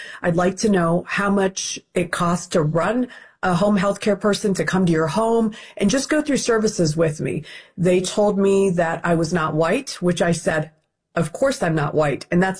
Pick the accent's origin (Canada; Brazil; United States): United States; Ohio; I'm a taxpayer first. I'm an American first, and I'm an Ohioan first.